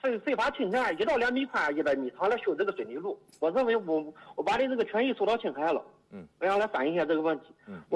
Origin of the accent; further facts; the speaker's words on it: China; 我老家是就是那个大连堡镇吴桥村石庄